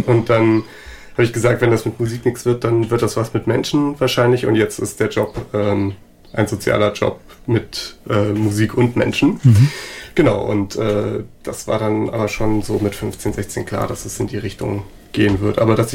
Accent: Koblenz, Rhineland-Palatinate, Germany; moved away as an adult; now in Northern Germany; Nicht mal ansatzweise norddeutsch geboren. Nee, hm. Ich bin im Rheinland groß geworden, ja. In der Nähe von Koblenz. Ich bin in Koblenz geboren, bin also eigentlich Koblenzer Schengelsche. Und dann bin ich hochgezogen, genau für den Job und übers Studium so nach und nach nach Norden gewandert.

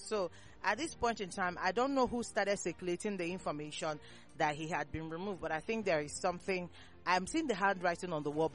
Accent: Nigeria; as a Nigerian

